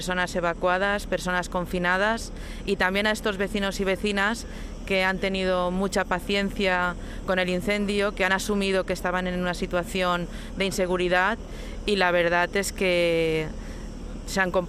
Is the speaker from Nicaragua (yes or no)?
no; Castellón, Valencian Community, Spain; estoy en mi tierra, recuperar nuestra querida Sierra de Espadán y poder volver a disfrutarla, pues los que somos de aquí